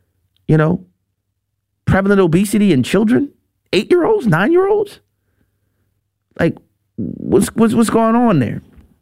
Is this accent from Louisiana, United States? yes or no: yes; Louisiana, United States; my home state in Louisiana